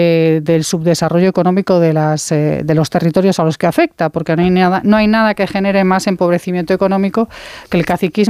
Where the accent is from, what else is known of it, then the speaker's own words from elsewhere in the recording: Santiago de Compostela, Galicia, Spain; Yo, bueno, soy de Santiago de Compostela